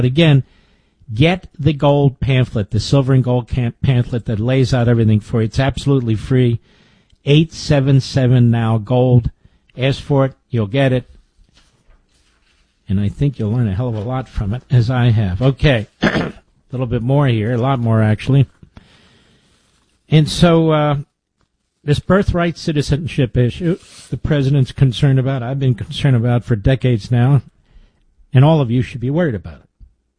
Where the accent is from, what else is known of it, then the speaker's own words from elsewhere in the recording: Pennsylvania, United States; also born or lived in Virginia, United States; I remember when I was growing up in Pennsylvania, but also I remember as a young man in Virginia